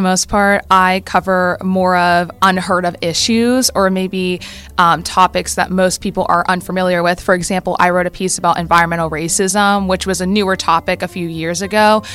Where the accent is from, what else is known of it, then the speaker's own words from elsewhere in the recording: Bridgeville, Pennsylvania, United States; I'm from the Bridgeville community.